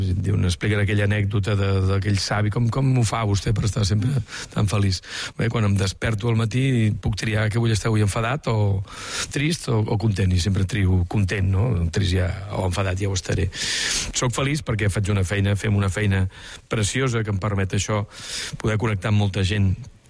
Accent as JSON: {"language": "Catalan", "town": "Vila-seca", "region": "Catalonia", "country": "Spain", "said": "Andreu Faro, dibuixant de còmic del meu poble, de Vilaseca"}